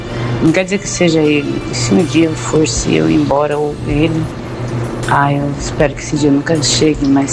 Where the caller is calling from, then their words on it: Primavera do Leste, Mato Grosso, Brazil; de Primavera do Leste, Mato Grosso.